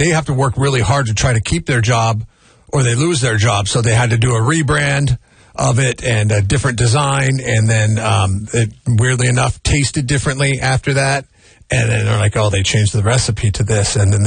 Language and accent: English; Seattle, Washington, United States; Growing up in Seattle, the ESB.